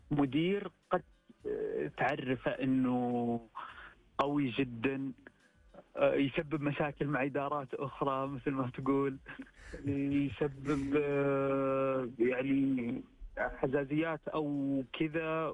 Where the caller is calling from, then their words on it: Riyadh, Riyadh Province, Saudi Arabia; من الرياض.